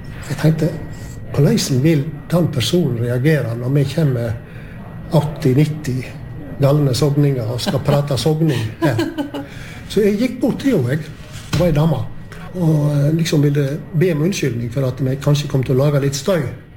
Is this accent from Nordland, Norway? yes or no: no; Gaupne, Vestland, Norway; Swedish is a second language; så sa jag att jag kommer ju ifrån Gaupne.